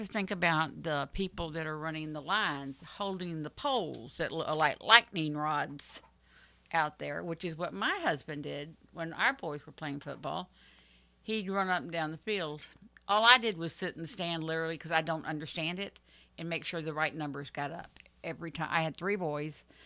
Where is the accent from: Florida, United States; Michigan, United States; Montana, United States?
Florida, United States; I grew up in South Florida.